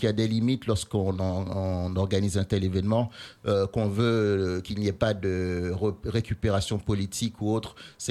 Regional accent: Haiti; cette extrême violence qu'il y a chez nous en Haïti

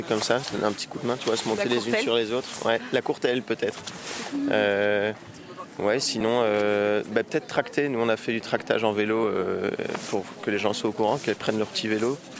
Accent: Belgium; je suis aussi de Belgique

